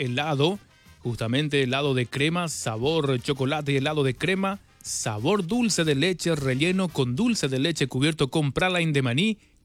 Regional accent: Paraguay; Nosotros como paraguayos

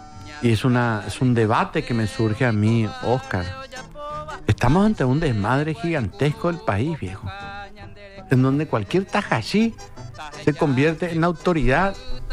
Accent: Paraguay

